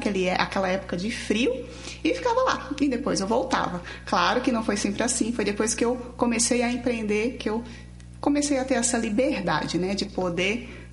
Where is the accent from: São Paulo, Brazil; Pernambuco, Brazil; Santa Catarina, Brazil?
Pernambuco, Brazil; Bezerros; born there; now in Curitiba, Brazil; Olha, eu nasci em Bezerros, Pernambuco.